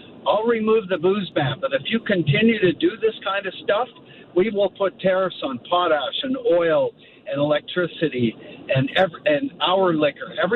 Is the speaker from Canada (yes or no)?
yes; Vancouver, British Columbia, Canada; I grew up in the East End of Vancouver, and the principal of my high school dealt this way with my brother, who was a bully.